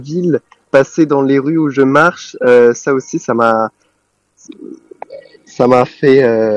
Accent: Lourdes, Occitanie, France; je suis donc un jeune catholique de Lourdes.

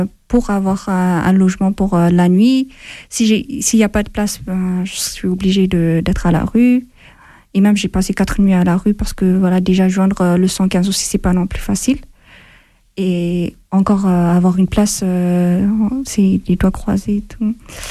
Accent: Ethiopia; French is a second language; now in France; j'ai 25 ans. Je viens de l'Éthiopie. J'ai suivi mes études, enfin, tout le long de. J'ai suivi un cursus français. C'est pour ça que je parle français. Normalement, on ne parle pas français en Éthiopie.

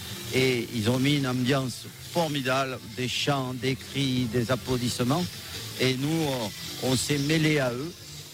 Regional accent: Provence-Alpes-Côte d'Azur, France; Alors, avec mon épouse, on vient de la région de Marseille et on est venu voir le pape.

